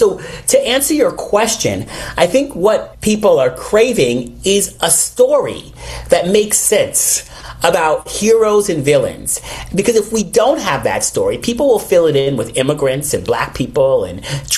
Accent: New York, United States; And I watched this very clearly as a New Yorker

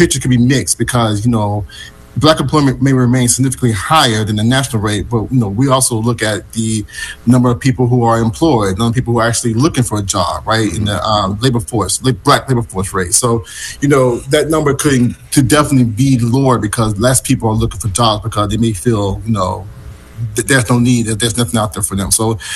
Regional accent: Birmingham, Alabama, United States; I'm from Birmingham, Alabama, so I've been saying Dumas all my life, so it's Dumas.

